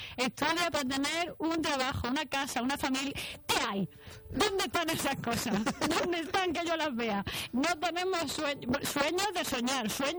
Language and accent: Spanish; Cuenca, Castilla-La Mancha, Spain; Y la otra, que soy de Cuenca, cojones.